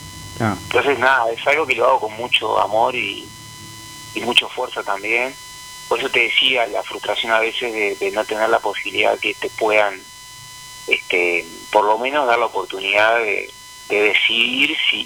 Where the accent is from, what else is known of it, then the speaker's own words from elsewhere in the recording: Montevideo, Uruguay; born there; now in Rocha, Uruguay; yo nací en Montevideo, bueno, mi abuela y mis bisabuelos son nacidos acá en Rocha.